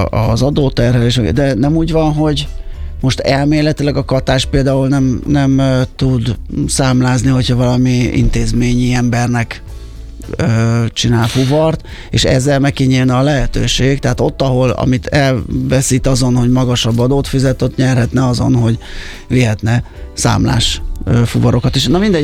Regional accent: Budapest, Hungary; A belvárosiak, mert hogy ott nőttem fel, azok ismerősek

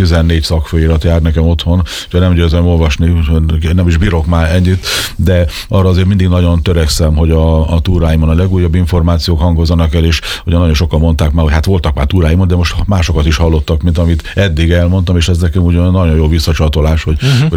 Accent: Tapolca, Veszprém County, Hungary; Hát van kötődésem, tapolcai vagyok, tehát ott is születtem, ott is lakom, úgyhogy a Balaton felvidéknek egy gyöngyszeme a Tapolcai medence

